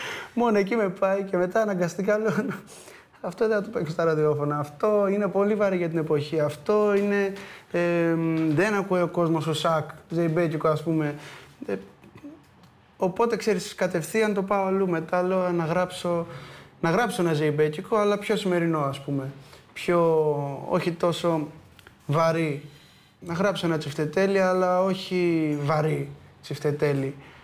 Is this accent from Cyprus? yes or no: no; Greece; Που νιώθουμε σαν Έλληνες, ναι.